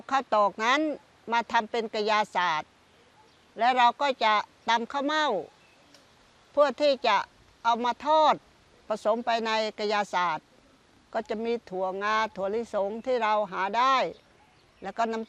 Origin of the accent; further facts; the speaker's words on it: Ta Phraya, Sa Kaeo, Thailand; ซึ่งดิฉันก็เกิดที่นี่ตอนนี้อายุ62ปีก็ถือว่าอยู่62ปีแล้วล่ะ